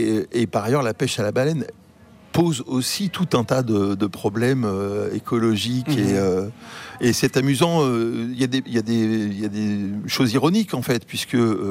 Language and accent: French; Martinique; moi j'ai grandi à la Martinique et j'y retourne régulièrement, et je vois à la Martinique en ce moment il y a un problème majeur.